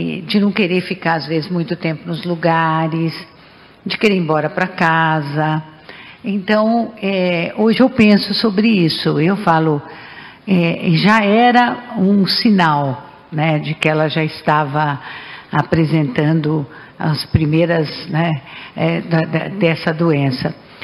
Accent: Catanduva, São Paulo, Brazil; eu sou de Catanduva

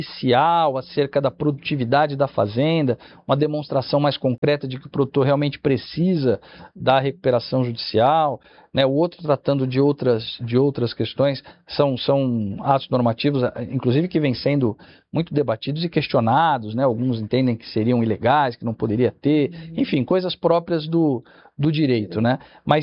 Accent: São Paulo, Brazil; Eu sou da região de Ribeirão Preto

